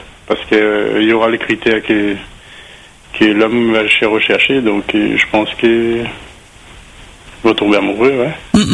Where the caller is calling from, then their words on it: Réunion; J'ai 40 ans, j'appelle de l'Ouest.